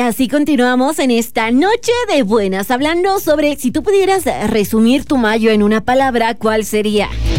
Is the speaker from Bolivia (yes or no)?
yes; Bolivia; los que somos de La Paz, El Alto, Cochabamba.